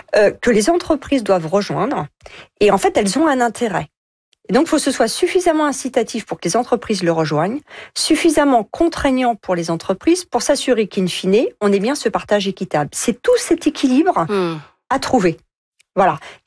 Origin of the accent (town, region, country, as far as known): France